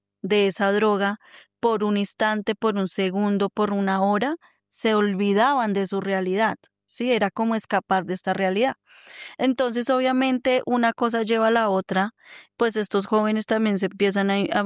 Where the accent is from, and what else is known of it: Colombia